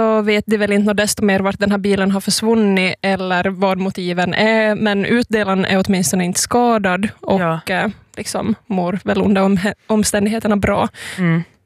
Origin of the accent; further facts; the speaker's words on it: Jakobstad, Ostrobothnia, Finland; moved away; Jag känner mig nog nära min hemstad på något sätt alltid